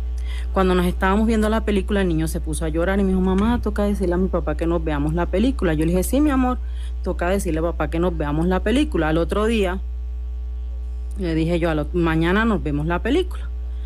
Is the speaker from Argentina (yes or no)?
no; Caribbean Region, Colombia; Yo no sabía, porque yo soy costeña, yo no, ni idea.